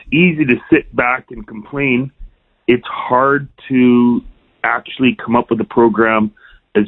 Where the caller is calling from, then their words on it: Saskatoon, Saskatchewan, Canada; Saskatoon.